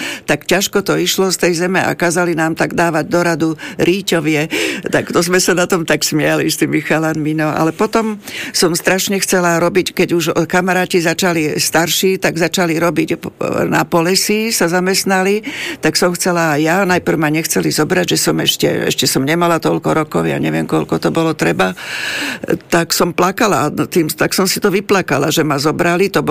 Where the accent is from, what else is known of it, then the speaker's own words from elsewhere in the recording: Blatnica, Žilina Region, Slovakia; tak to mal tak spolužiak, čo chodil na priemyslovku do Martina, lebo my sme boli autobusári z Blatnici